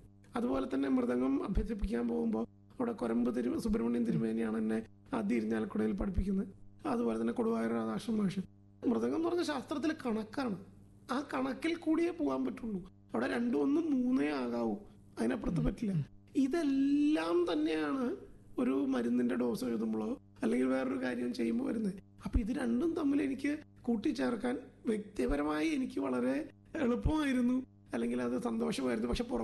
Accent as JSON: {"language": "Malayalam", "town": "Irinjalakuda", "region": "Kerala", "country": "India", "said": "ഞാൻ ഇരിഞ്ഞാലക്കുടക്കാരനാണ്."}